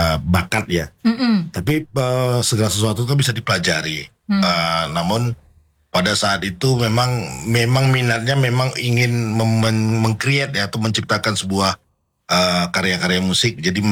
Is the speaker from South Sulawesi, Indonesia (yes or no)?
no; Pekanbaru, Riau, Indonesia; also born or lived in France; setelah dari Perancis saya pulang ke Indonesia, terus balik langsung ke Pekanbaru